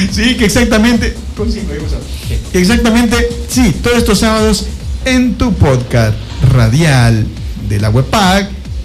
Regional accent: Ecuador; nosotros sí somos ecuatorianos

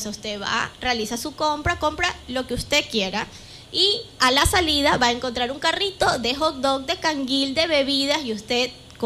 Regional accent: Guayaquil, Guayas, Ecuador; yo soy de Guayaquil.

